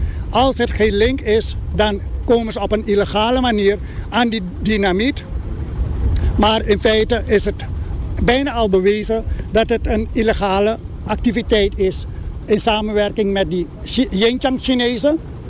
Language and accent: Dutch; Suriname; Dus ik denk dat wij als Surinamers heel bold kunnen worden.